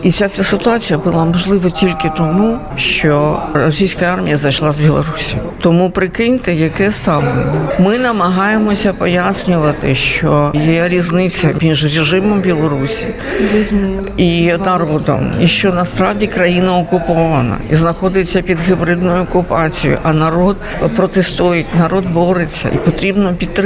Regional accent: Kyiv, Ukraine; я киянка, я народилася в Києві

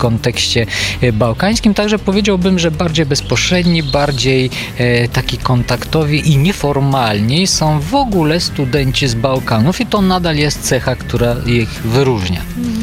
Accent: Bulgaria; Polish is a second language; moved away as an adult; now in Lublin, Poland; Jestem Bułgarem, ale od 2011 roku już na stale związany jestem z Lublinem. Tutaj pracuję, jestem bułgarystą, slawistą, a przedtem pracowałem 11 lat na Uniwersytecie Sofijskim w Bułgarii

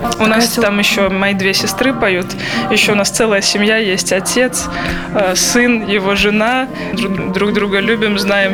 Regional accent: Riga, Latvia; я из Латвии

